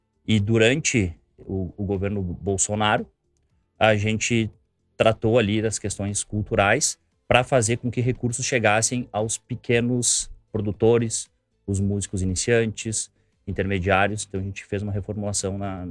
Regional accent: Nova Prata, Rio Grande do Sul, Brazil; Então, eu sou nascido e criado aqui em Nova Prata. A minha mãe nasceu aqui em Protásio Alves, na cidade vizinha. Nós temos raízes aqui.

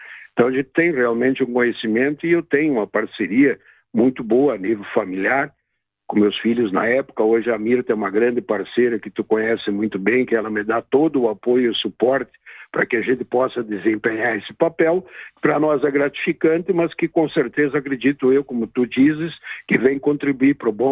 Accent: Nova Prata, Rio Grande do Sul, Brazil; eu tenho Nova Prata como a minha casa, é a minha terra.

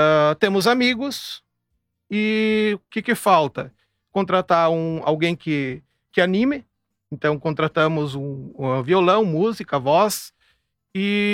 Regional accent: Brazil; Natural aqui da comunidade de Santo Isidoro, interior. Agricultor, família também de agricultores.

